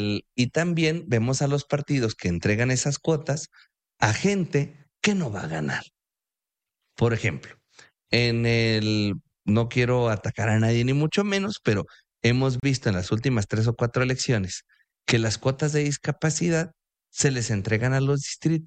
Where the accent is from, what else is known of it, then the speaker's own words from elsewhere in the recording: Chihuahua, Mexico; primero somos humanos, segunda somos chihuahuenses.